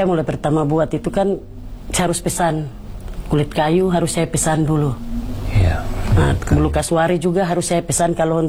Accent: Papua, Indonesia; kami orang Papua.

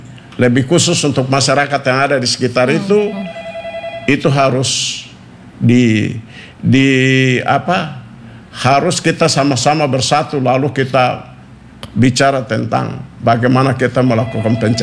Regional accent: Sorong, Southwest Papua, Indonesia; Karena saya juga besar lahir di Sorong ini

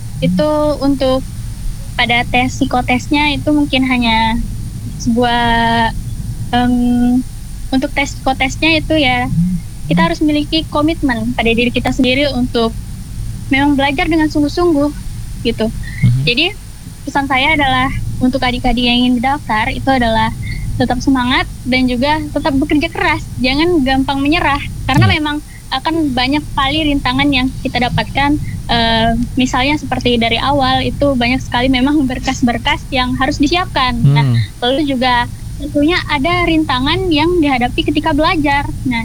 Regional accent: Bengkalis, Riau, Indonesia; moved away as an adult; now in Makassar, Indonesia

